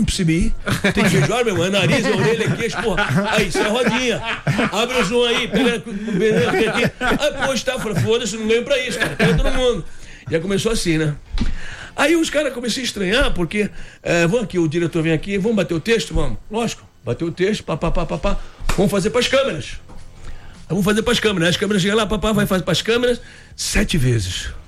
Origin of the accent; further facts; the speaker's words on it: Santos, São Paulo, Brazil; sou santista, time, cidade e coração.